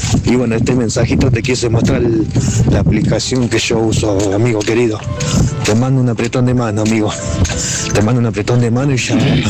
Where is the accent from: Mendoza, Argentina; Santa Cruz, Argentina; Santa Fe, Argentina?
Santa Fe, Argentina; Villa Cañas; de Villa Cañas. Acá estamos regresando.